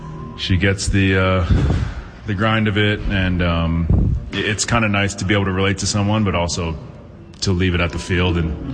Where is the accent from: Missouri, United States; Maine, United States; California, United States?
California, United States; San Diego; my hometown, San Diego